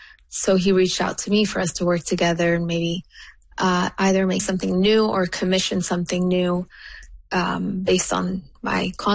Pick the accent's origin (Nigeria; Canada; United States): Canada; as a Palestinian and also as a Canadian